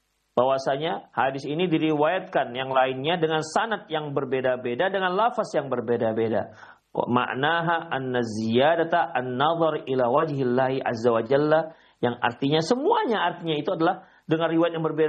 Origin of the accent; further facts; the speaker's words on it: West Sumatra, Indonesia; mereka bahasa kalau bahasa kami orang Minang terperangah gitu